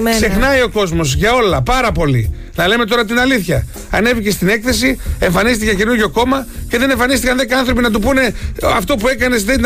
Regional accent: Stagira, Central Macedonia, Greece; Είμαι και από τα Στάγερα.

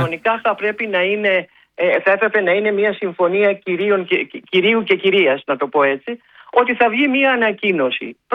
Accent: Veria, Central Macedonia, Greece; Επειδή είμαι από τη Βέρεια, δηλαδή από την Ιμαθία που είναι κοντά στα Γιαννιτσά

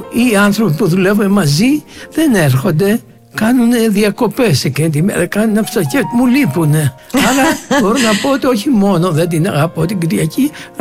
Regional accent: Athens, Attica, Greece; born or raised there; moved away as an adult

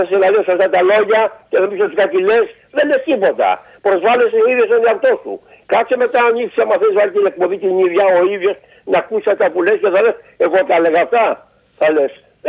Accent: Piraeus, Attica, Greece; γιατί εγώ είμαι από τον Πειραιά

